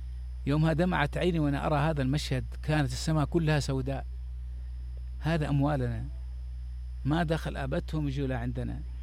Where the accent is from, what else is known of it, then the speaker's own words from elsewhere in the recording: Yemen; عندنا في اليمن